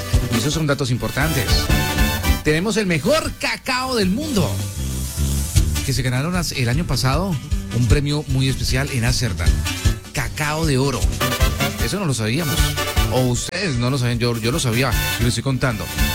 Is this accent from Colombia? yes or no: yes; Llanos Orientales, Colombia; Llaneros, sí, soy llanero primo